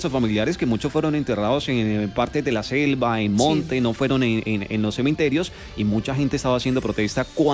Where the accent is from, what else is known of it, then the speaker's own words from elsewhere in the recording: Pitalito, Huila, Colombia; Pues yo vengo de Pitalito, el Valle de los Hoyos.